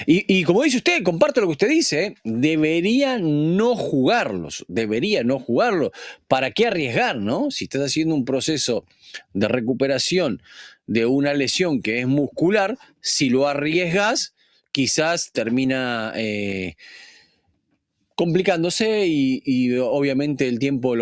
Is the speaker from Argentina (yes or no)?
yes; Argentina